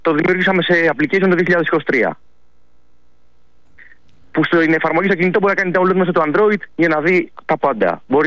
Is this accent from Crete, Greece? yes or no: no; Arta, Epirus, Greece; Καταγωγή μου είναι από Άρτα.